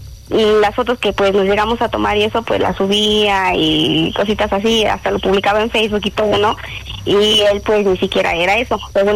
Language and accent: Spanish; Mexico City, Mexico; Tengo 24 y soy de la Ciudad de México.